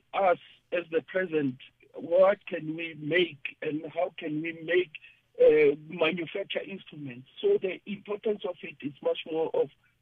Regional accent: South Africa; oh, where are you from? I'm from South Africa.

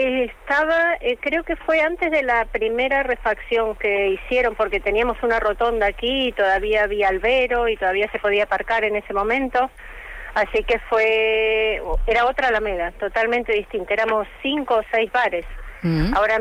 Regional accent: Argentina; now in Spain; En Argentina nacemos con más cosas

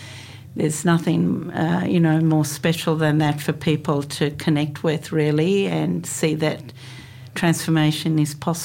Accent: Sri Lanka; moved away; I was born in Sri Lanka. And and I'm the eldest girl of seven children. So things were really hard in my life, and growing up in a country where, you know, it's basically a third world country and a lot of poverty

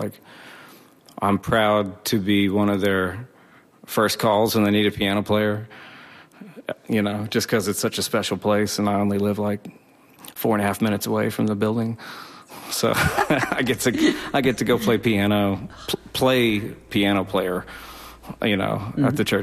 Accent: Oklahoma, United States; growing up in Oklahoma

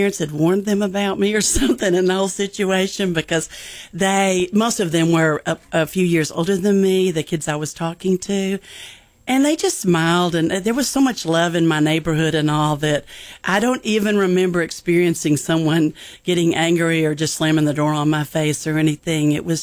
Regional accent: Denison, Texas, United States; born or raised there; also born or lived in Wichita Falls, Texas

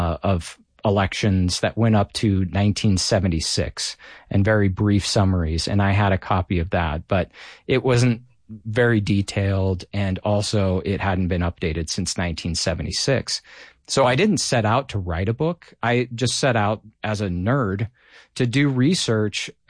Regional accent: Billings, Montana, United States; also born or lived in Nebraska; I grew up in Billings, Montana, you know, the metropolis of the Big Sky State.

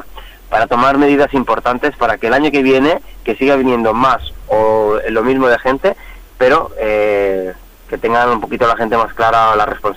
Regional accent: Menorca, Balearic Islands, Spain; No, que soy de Menorca.

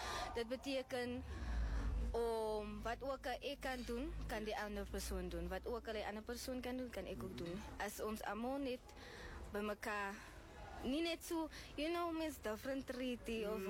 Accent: Cape Town, Western Cape, South Africa; Ek is van Makassar in die Kaapstad.

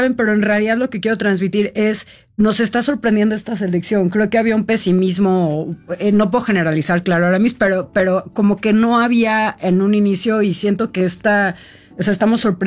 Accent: Mexico

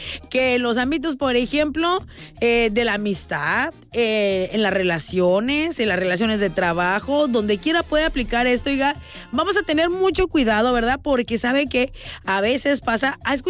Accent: Mexico; como buen mexicano que somos

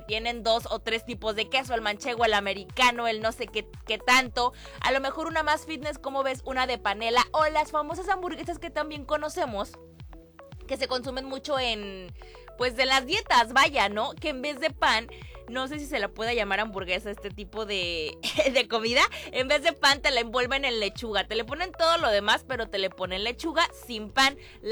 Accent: Mexico; nosotros aquí en México lo conocemos como muy americano

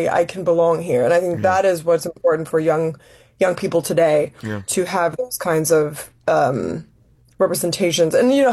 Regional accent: Denmark; And you know, maybe because I grew up in Europe, right? I'm Danish, Congolese, I'm not African American

